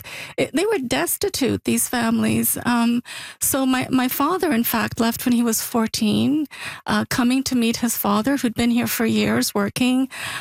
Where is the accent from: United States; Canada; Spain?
Canada; Montreal, Quebec; it's not enough to just say I'm Canadian, or I'm a Quebecer, or I'm a Montrealer, because there's always this huge part of who we are, of who I am, my family, that is rooted in that place, in that language.